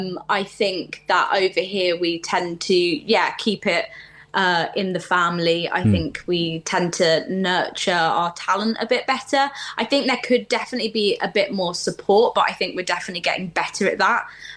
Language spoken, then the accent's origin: English; United Kingdom; I'm British